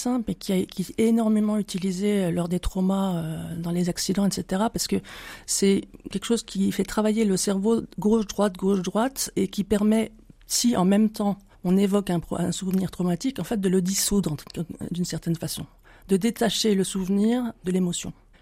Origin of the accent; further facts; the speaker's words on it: Besançon, Bourgogne-Franche-Comté, France; moved away; also born or lived in Nièvre; Je suis originaire de Besançon.